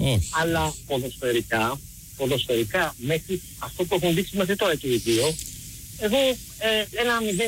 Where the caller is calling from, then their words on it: Athens, Attica, Greece; από Κυψέλη.